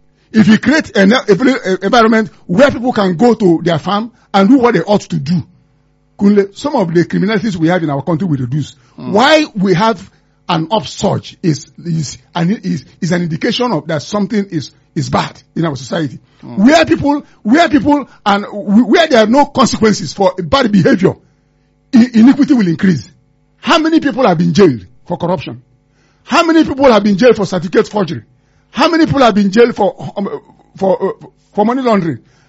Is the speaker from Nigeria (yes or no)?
yes; Nigeria; That's where I stand as a Nigerian.